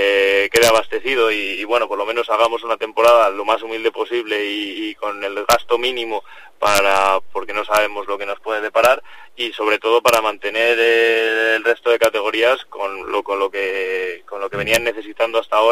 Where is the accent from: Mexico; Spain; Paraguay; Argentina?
Spain; Cantalejo, Castile and León